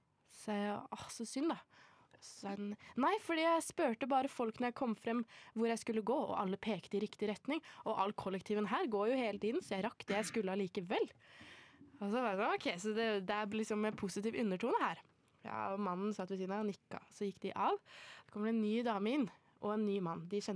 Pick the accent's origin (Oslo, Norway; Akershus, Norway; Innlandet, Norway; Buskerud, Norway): Innlandet, Norway; Lillehammer; jeg er fra Lillehammer, så vi er født med ski på beina.